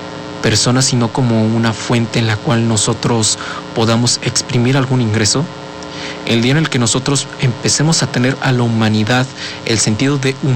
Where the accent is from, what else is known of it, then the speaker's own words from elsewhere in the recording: Mexico; como nosotros, como mexicanos deseamos muchas veces en nuestra vida académica